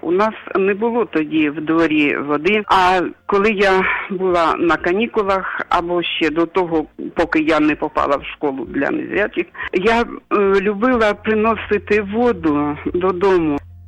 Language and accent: Ukrainian; Vasyshcheve, Kharkiv Oblast, Ukraine; Я народилась в селі під Харковом, в Васищевах. Ми жили в селі. Спочатку була там манисенька хатка